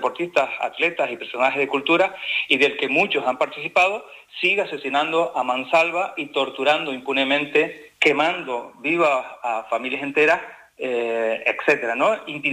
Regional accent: Canary Islands, Spain; Yo, como canario, abierto al mundo

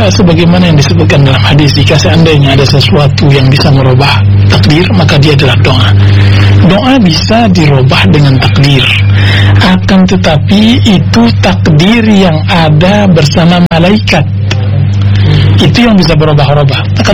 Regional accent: West Sumatra, Indonesia; kami kebetulan ibu sekampung ya.

